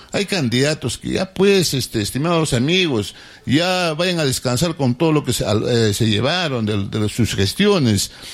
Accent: Arequipa, Peru; nosotros, como ciudadanos arequipeños

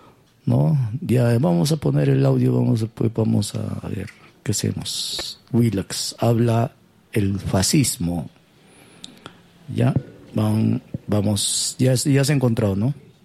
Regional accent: Peru; Así somos los peruanos algunos.

